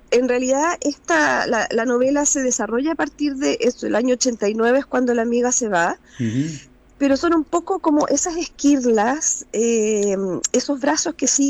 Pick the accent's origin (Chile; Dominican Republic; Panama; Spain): Chile; Yo y mi hermana somos las únicas chilenas.